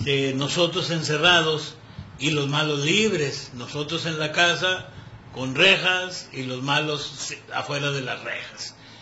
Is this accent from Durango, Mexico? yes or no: yes; Ciudad Lerdo, Durango, Mexico; moved away; yo hace muchísimos años que dejé mi tierra natal, aunque he vuelto esporádicamente a visitar a mi familia. Se puso en Ciudad Lerdo, Durango